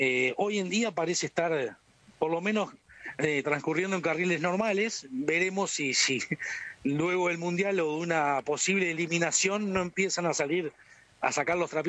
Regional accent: Colonia, Uruguay; Cómo no, de toda la vida escuchando Radio Splendid, yo soy de Colonia, así que te puedes imaginar que lo escuché toda la vida.

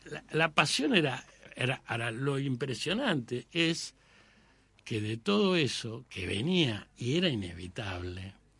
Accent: Buenos Aires, Argentina; Yo soy de, nací en Villa Crespo, me crié toda la vida en Villa Crespo

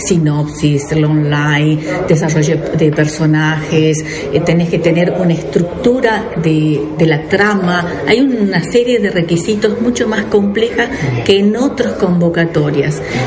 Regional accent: Tucumán, Argentina; de acá de Tucumán.

